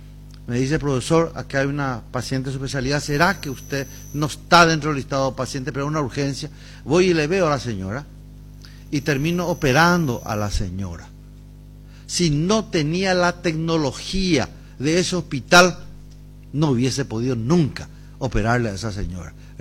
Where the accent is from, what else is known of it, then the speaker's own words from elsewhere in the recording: Paraguay; me sentí orgulloso como paraguayo, porque yo soy del interior